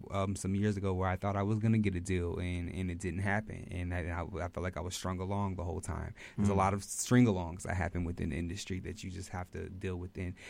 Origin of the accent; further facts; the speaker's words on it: Houston, Texas, United States; I'm from Houston, Texas.